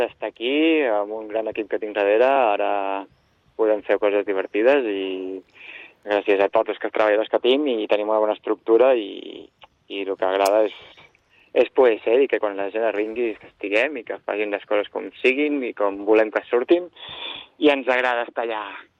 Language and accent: Catalan; Sitges, Catalonia, Spain; marxant del meu poble de Sitges i anant a Ribes